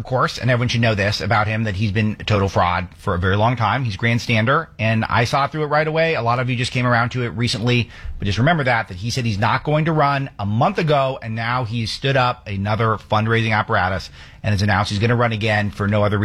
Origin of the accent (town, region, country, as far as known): California, United States; born or raised there